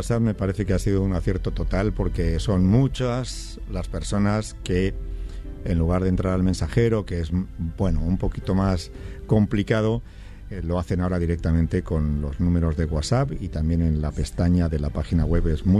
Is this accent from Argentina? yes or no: no; Spain; Así que me siento muy halagado cuando alguien dice que soy el más argentino de los gallegos